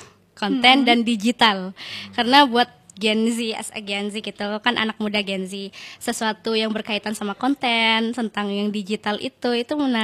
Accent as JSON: {"language": "Indonesian", "town": "Sumenep", "region": "East Java", "country": "Indonesia", "tie": "born or raised there", "said": "Aku asli Gulu-Gulu Sumeneb."}